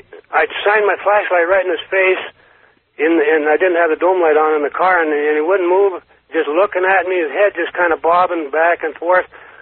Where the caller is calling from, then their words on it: Carson City, Nevada, United States; from Carson City.